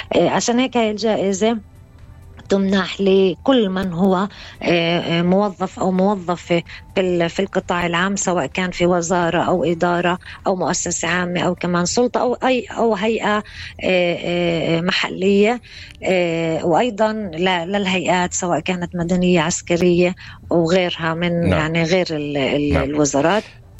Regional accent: Palestine; احنا كشعب فلسطيني

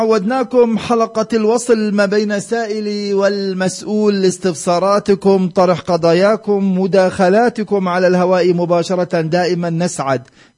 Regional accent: Palestine; عندنا في فلسطين

